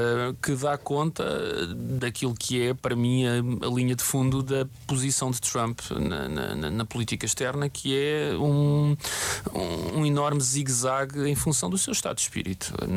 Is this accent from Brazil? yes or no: no; Portugal